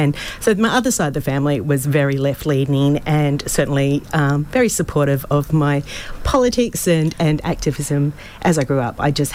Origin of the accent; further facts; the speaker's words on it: Townsville, Queensland, Australia; moved away; also born or lived in New Zealand; I moved as a toddler from New Zealand to Townsville with my mother and father and my sister. Did all my primary school years in Townsville, and I guess grew up in a very conservative household.